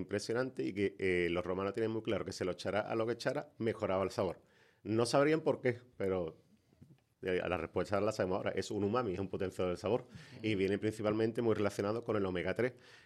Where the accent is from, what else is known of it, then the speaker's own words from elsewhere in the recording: Cádiz, Andalusia, Spain; que es el Garum de los federados, de los federates, que somos los gaditanos